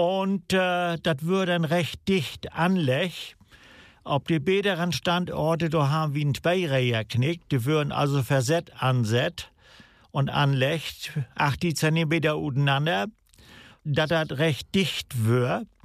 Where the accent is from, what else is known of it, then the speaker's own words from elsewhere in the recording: Rendsburg, Schleswig-Holstein, Germany; Ja, ich komme aus Rendsburg, das liegt im Kreis Plön, in der unterste Hälfte. Und ja, da bin ich geboren und da lebe ich seitdem.